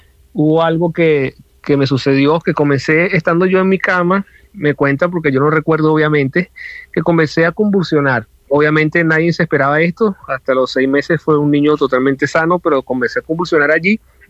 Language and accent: Spanish; Venezuela; somos venezolanos y vivimos en Venezuela